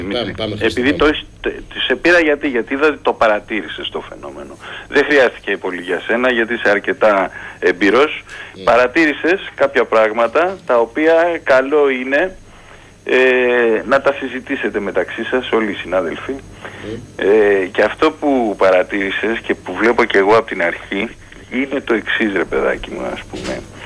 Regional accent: Brahami, Attica, Greece; από τον Μπραχάμι.

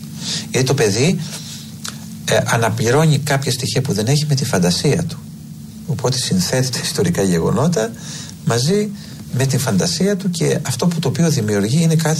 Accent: Greece; εμείς σαν Έλληνες

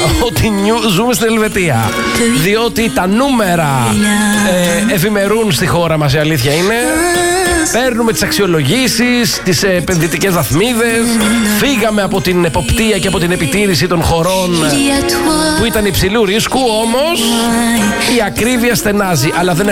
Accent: Lazarata, Ionian Islands, Greece; Εκεί είμαι, εκεί μεγάλωσα εγώ τώρα, στα Λαζαράτα, από μικρό παιδί έχω εικόνες.

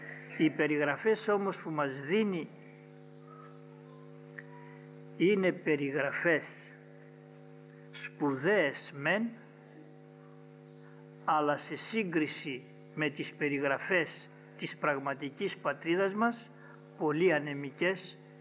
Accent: Volos, Thessaly, Greece; born there; Όταν ήμουν μικρός νεαρός μάλλον, στο Βόλο

